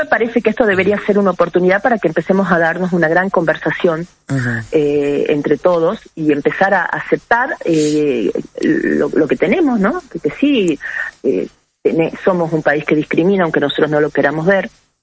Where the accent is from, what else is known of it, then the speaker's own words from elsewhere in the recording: Argentina; Igual yo soy argenta de la cuna hasta el cajón.